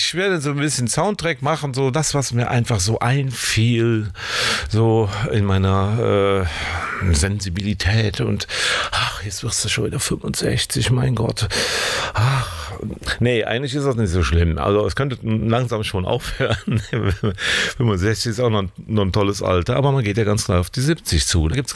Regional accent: Niederkassel, North Rhine-Westphalia, Germany; born or raised there

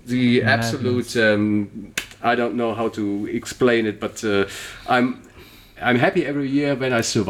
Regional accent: Cologne, North Rhine-Westphalia, Germany; I'm original from Cologne, but I'm fed up with Carnival.

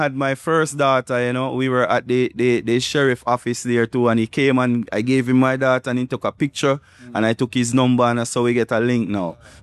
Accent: Westmoreland, Jamaica; And I would give some credit to … same way, because I'm from Westmoreland, you know, and if you have an artist close to you, you actually have to look up to the one close by, you know.

